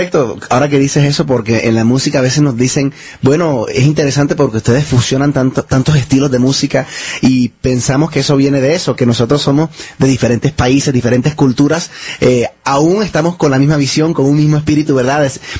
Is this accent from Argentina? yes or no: no; Miami, Florida, United States; born there; yo nací en la ciudad de Miami, Florida, en los Estados Unidos, pero mi familia es de Cartagena, Colombia, así que fluye en mí la sangre colombiana.